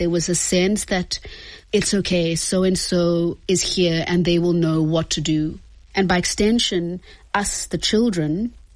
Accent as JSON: {"language": "English", "region": "Eastern Cape", "country": "South Africa", "tie": "born or raised there", "said": "I have really fond memories of community life growing up in the Eastern Cape. There are a lot of rural areas, and then there are urban areas. And I grew up in a more urban area and an urban township."}